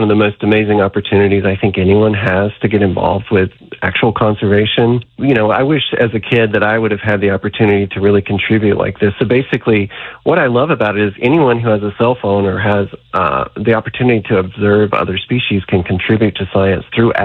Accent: the South, United States; now in Montana, United States; I grew up in the South, so anytime I can speak to folks back in my home region is a pleasure.

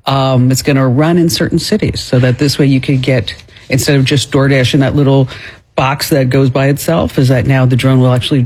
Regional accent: Arizona, United States; And I'm sorry, I don't mean to diss my home state.

